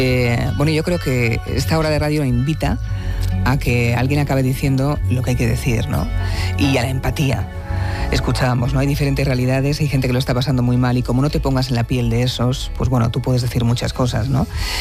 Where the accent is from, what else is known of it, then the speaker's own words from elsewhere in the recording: Altea, Valencian Community, Spain; El calorazo que sigue haciendo, por ejemplo, en lugares como mi tierra, en Levante, que no ha acabado el verano.